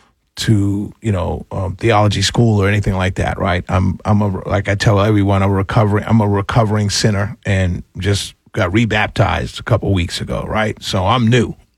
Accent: New York, United States; now in the South, United States; growing up in New York and going to my church.

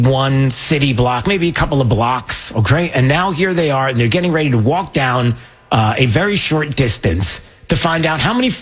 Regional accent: New York, United States; I grew up in New York

